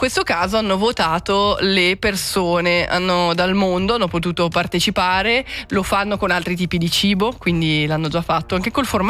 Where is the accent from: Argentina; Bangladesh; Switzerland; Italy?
Switzerland; sono svizzero